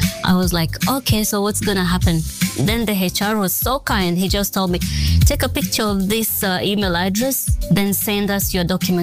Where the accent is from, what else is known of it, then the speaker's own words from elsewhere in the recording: Kenya; moved away as an adult; now in Doha, Qatar; I came directly from Kenya to Qatar.